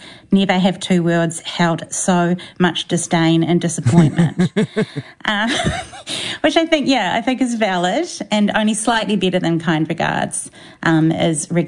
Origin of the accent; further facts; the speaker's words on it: New Zealand; It feels important to do that as a New Zealander, and I do it even if I'm emailing people internationally.